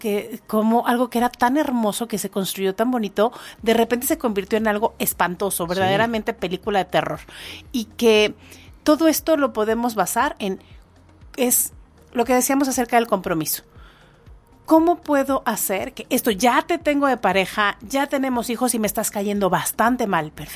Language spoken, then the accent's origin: Spanish; Morelos, Mexico; Dicen que así somos los de Morelos